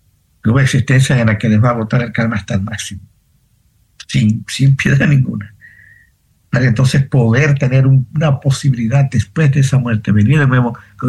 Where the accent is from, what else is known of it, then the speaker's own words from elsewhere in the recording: Colombia; born there; En Viena estaba caído, en Colombia, que estaba caído cuando nací en Colombia.